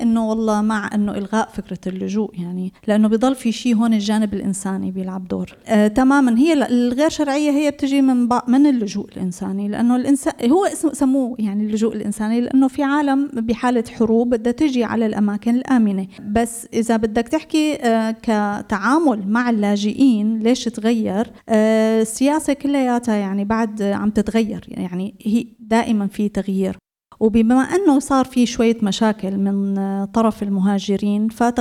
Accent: Syria; now in Germany; نحن بنحكي كسوريين طلعت من حرب

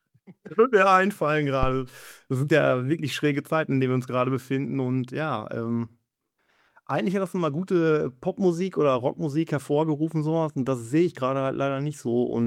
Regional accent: Cologne, North Rhine-Westphalia, Germany; Als Kölner war mal ein ziemlich harter Ohrwurm, der einen überall verfolgt hat

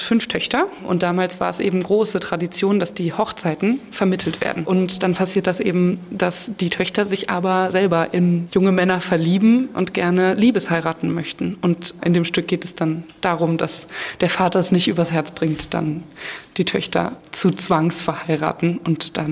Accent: Neustrelitz, Mecklenburg-Vorpommern, Germany; now in Rostock, Germany; Ja, ich habe hier in Rostock schon studiert an der HMT und ich komme aus Neustrelitz. Das heißt, ich fühle mich in MV schon wohl

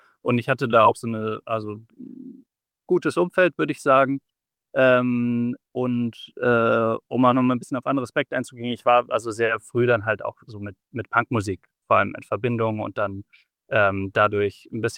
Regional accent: Heidelberg, Baden-Württemberg, Germany; Also ich komme ja, wie gesagt, aus Heidelberg, was ja so ein sehr akademisch und so ein, also so auf eine gute Art kleinstädtisch geprägtes Umfeld ist.

